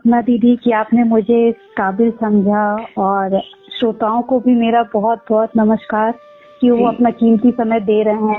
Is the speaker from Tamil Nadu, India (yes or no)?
no; Uttar Pradesh, India; born there; moved away as an adult; now in Gurgaon, India; मेरी पैदाइश यूपी में हुई है